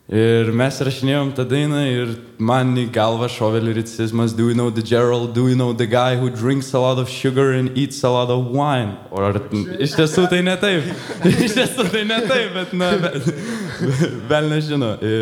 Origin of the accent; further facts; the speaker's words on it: Vilnius, Vilnius County, Lithuania; visi esam iš Vilniaus